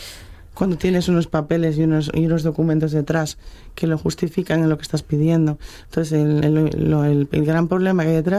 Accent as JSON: {"language": "Spanish", "town": "Navia", "region": "Asturias", "country": "Spain", "said": "Yo vengo de Navia."}